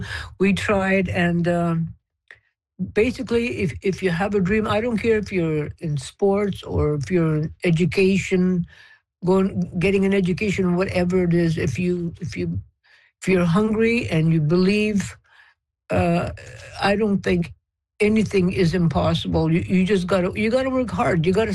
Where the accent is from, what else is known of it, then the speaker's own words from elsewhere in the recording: Ethelbert, Manitoba, Canada; my hometown is Ethelbert